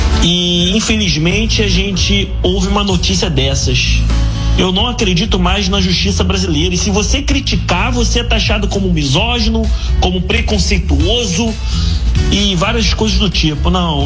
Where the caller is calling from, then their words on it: Nova Iguaçu, Rio de Janeiro, Brazil; sou de Nova Iguaçu.